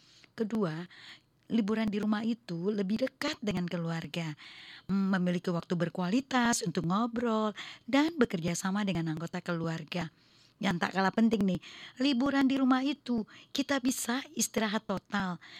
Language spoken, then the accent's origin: Indonesian; South Sulawesi, Indonesia; kita orang Bugis nih